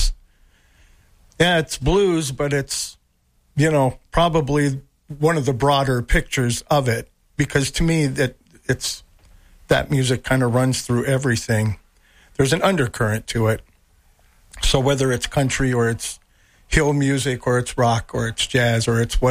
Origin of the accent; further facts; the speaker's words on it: Eveleth, Minnesota, United States; also born or lived in Twin Cities, Minnesota; now in Hill City, United States; Up here, you know, living outside of Eveleth, kind of out in the woods there, you know, we were out by Half Moon Lake.